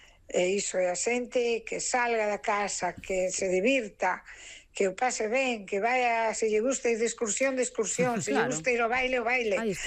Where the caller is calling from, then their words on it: Cangas, Galicia, Spain; de Cangas